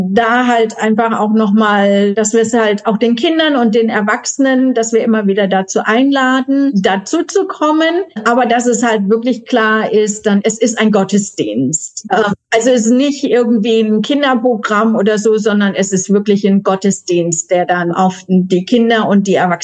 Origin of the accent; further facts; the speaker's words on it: Germany; moved away as an adult; now in Thailand; gerade als Deutsche